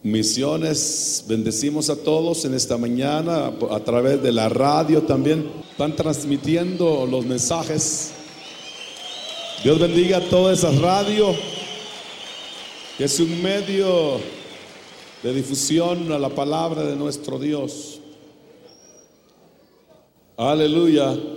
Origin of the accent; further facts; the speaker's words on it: Guatemala